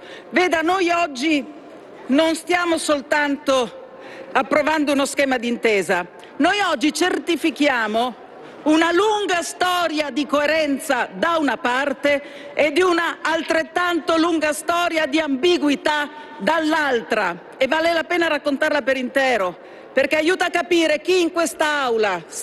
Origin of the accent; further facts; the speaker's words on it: Veneto, Italy; sono veneta e di destra